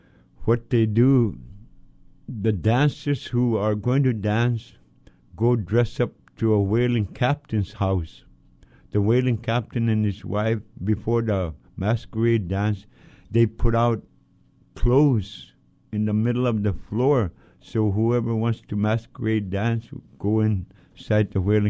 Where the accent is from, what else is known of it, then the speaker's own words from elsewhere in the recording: Point Hope, Alaska, United States; I'm an Inupiaq from Tikilak, Point Hope, Alaska. Point Hope is a very old village, one of the oldest communities.